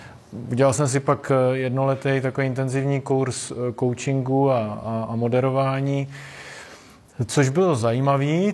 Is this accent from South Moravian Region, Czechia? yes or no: yes; Brno, South Moravian Region, Czechia; Jsem původně z Brna